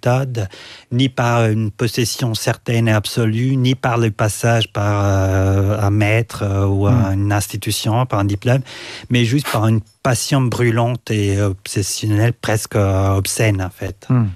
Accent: Italy; moved away; Je suis né en Italie et j'ai passé mes premières années en fait à côté de la mer, de mai à septembre.

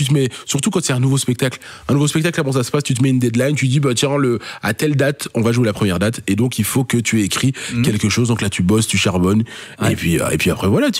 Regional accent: Charleroi, Wallonia, Belgium; Oui, évidemment, moi, je suis Carolo Furson.

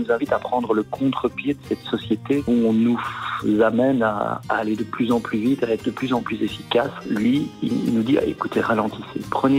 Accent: Grand Est, France; now in Sautour, France; je suis originaire de l'Aube. Ça fait plus de 30 ans maintenant que je suis installé à Sautour, mais au départ, donc, je viens d'Huisneau.

